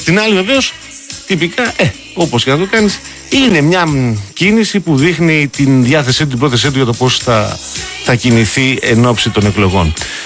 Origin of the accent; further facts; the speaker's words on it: Peloponnese, Greece; κατάγομαι από την Νότια Πελοπόννησο